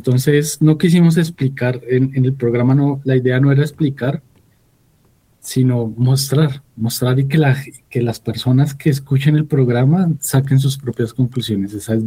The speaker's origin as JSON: {"language": "Spanish", "country": "Colombia", "said": "somos los colombianos"}